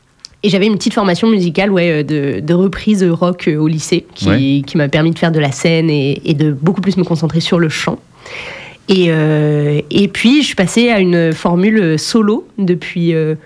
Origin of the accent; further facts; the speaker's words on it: Grand Est, France; moved away; Alors, moi, j'ai grandi en Lorraine, donc bien loin d'ici, à l'opposé, dans notre hexagone. Et je suis arrivée en Périgord il n'y a vraiment pas longtemps.